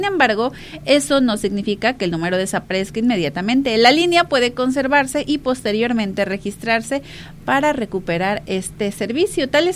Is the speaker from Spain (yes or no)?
no; Mexico